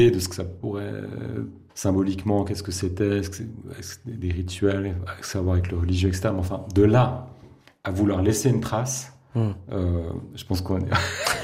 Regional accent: Switzerland; on est Suisse, et on ne pèse rien, en fait.

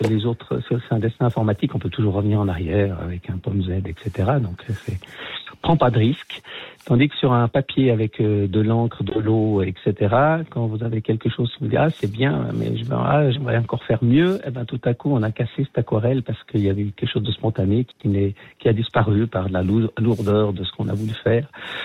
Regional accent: Vaud, Switzerland

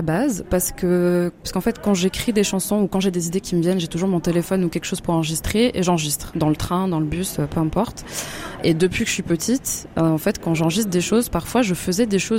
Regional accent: Switzerland; je suis pas originaire de Suisse. Je suis belge et congolaise de sang, mais j'ai grandi en Suisse toute ma vie. Donc, je suis les trois.

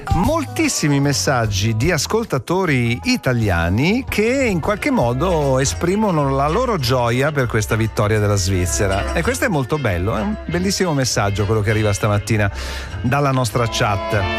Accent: Milan, Lombardy, Italy; Da milanese sono felice per...

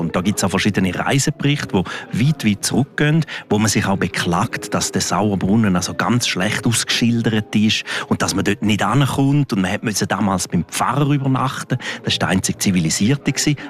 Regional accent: Graubünden, Switzerland; Ich bin in einem Hotel aufgewachsen am Julierpass, Pferdewechselstation.

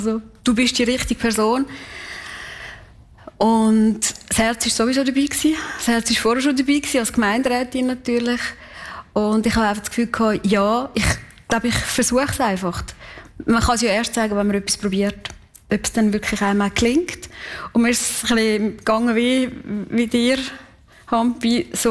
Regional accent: Kaltbrunn, St. Gallen, Switzerland; born or raised there

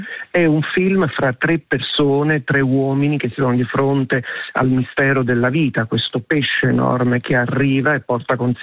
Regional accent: Zurich, Switzerland; moved away; Come sapete, sono nato in Svizzera

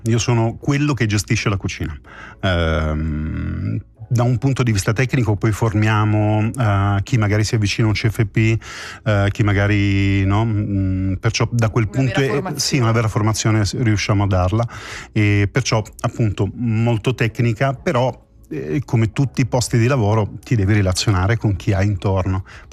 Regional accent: Apulia, Italy; born there; Io però sono nato in Puglia e in Puglia si usavano tantissimo, si usano tuttora tantissimo

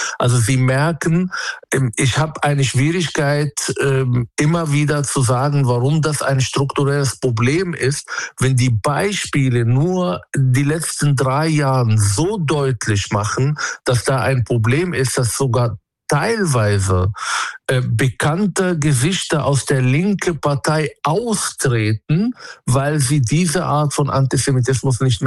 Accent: Palestine; Und das ist nicht die legitime Israel-Kritik, die ich mir wünsche, auch vor allem als Palästinenser

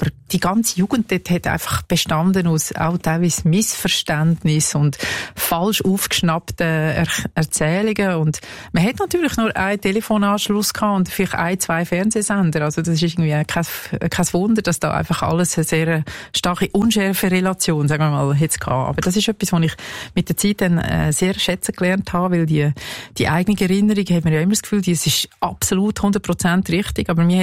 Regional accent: Switzerland; in den 70er Jahren in meinem Geburtsort Schweiz, wo ich aufgewachsen bin

